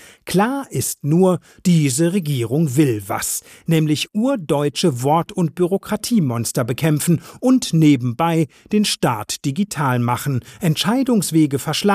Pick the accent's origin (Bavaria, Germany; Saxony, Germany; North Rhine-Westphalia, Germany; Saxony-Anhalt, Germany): North Rhine-Westphalia, Germany; Plettenberg; wie in meiner Heimatstadt Plettenberg, ebenfalls im Sauerland